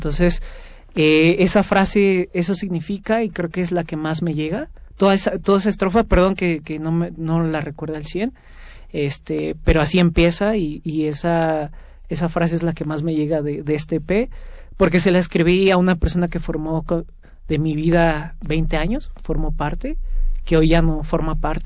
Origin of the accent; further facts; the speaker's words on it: Puebla, Mexico; allá en Puebla, de donde soy